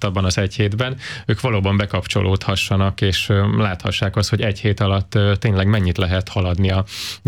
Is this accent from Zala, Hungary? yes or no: yes; Nova, Zala, Hungary; born there; szeptember 4-én és 5-én pedig Nován, éppen a szülőfalunkban egy tehetséggondozó fesztiválra, a Szép Fesztiválra várunk majd mindenkit.